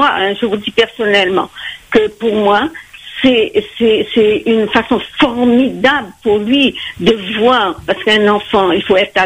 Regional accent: Saint-Paul, Réunion; à Saint-Paul, moi j'habite Saint-Paul, mais moi je suis née dans les Hauts-de-Saint-Paul, je suis née à 5 heures.

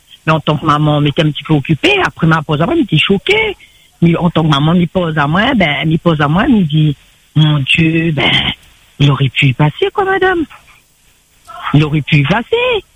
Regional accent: Saint-Benoît, Réunion; born there; moved away; also born or lived in Beaufort / metropolitan France; je suis née à Beaufort, j'ai grandi à Saint-Benoît, je suis née à Beaufort. Avec le temps, disons, j'ai plus vécu vers la métropole qu'ici.

